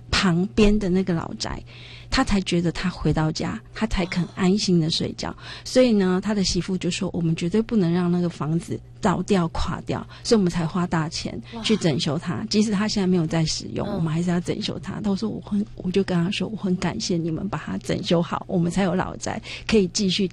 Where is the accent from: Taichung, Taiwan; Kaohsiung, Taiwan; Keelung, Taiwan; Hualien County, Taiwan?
Hualien County, Taiwan; now in Xinzhuang, Taiwan; 以前因为我是花莲人